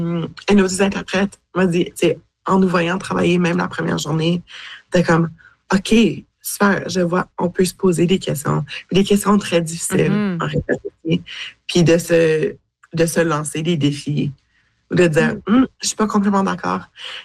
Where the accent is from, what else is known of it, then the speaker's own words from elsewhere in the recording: Manitoba, Canada; Puis, tu sais, moi, je viens du Manitoba.